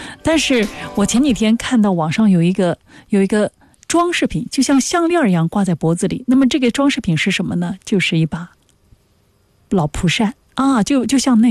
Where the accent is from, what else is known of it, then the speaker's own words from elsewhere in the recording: Jiangsu, China; 我们江苏这边